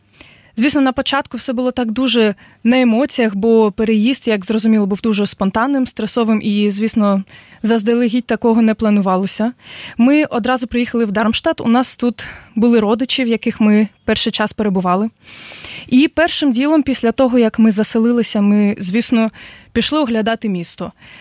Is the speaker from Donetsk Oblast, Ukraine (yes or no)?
no; Odesa, Odesa Oblast, Ukraine; now in Darmstadt, Germany; мені 20 років. Я сама родом з України, з найчудовішого міста Одеси.